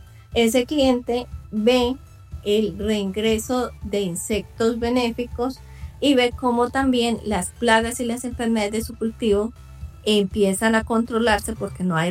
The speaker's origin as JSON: {"language": "Spanish", "town": "Cúcuta", "region": "Norte de Santander", "country": "Colombia", "said": "Yo estudié en la Universidad Francisco de Paula Santander en Cúcuta, soy cucuteña."}